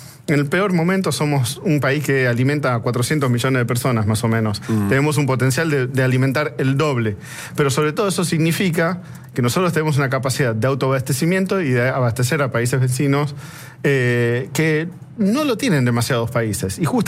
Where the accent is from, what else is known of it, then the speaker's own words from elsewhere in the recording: Argentina; nosotros, como argentinos